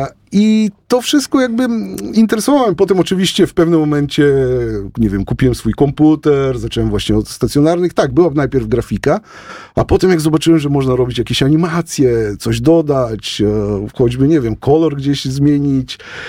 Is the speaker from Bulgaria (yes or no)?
yes; Pernik, Pernik Province, Bulgaria; now in Mińsk Mazowiecki, Poland; urodziłem się w Bułgarii, obok Sofii, miejscowości Pernik i tam spędziłem pierwszą połowę swojego życia.